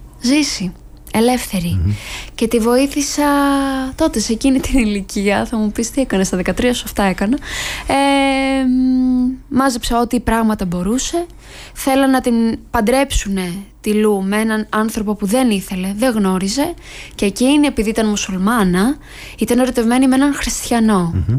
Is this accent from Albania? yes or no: yes; Albania; γιατί αυτό είμαστε, είμαι Αλβανίδα, τι να κάνω. Και γουστάρω κιόλας. Και το feedback που έχω πάρει από την ομογένεια είναι το χαίρονται.